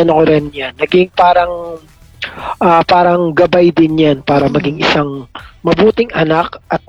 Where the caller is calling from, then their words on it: Meycauayan, Central Luzon, Philippines; at I'm from Mekawayan, Bulacan.